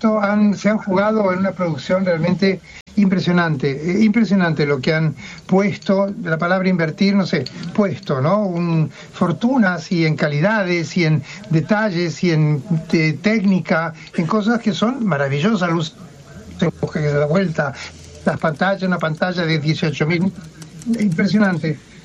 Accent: Argentina; son cosas muy conmovedoras en vivirlas como argentinos para mí.

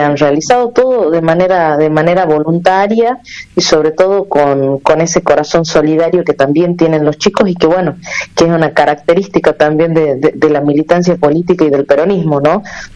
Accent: Monteros, Tucumán, Argentina; yo soy de Monteros

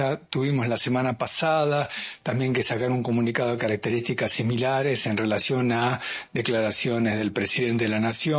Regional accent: Santa Fe, Argentina

